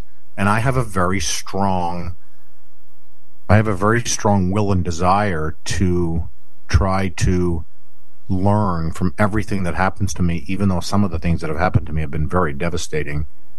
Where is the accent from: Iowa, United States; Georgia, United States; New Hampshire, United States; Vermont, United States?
New Hampshire, United States; Lebanon; I remember growing up in Lebanon, that corner was just like death central